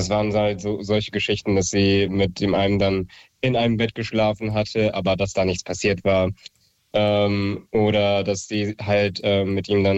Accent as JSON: {"language": "German", "town": "Marburg", "region": "Hesse", "country": "Germany", "said": "Ich komme aus Marburg."}